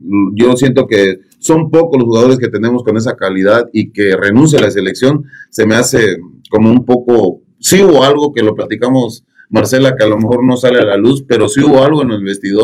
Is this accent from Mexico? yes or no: yes; Mexico